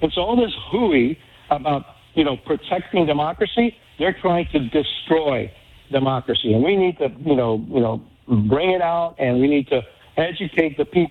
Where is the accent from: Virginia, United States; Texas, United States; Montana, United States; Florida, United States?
Florida, United States; Miami; But my story can be replicated, hundreds of thousands of times here in my hometown of Miami, where... over a million Cuban exiles are here, seeking freedom.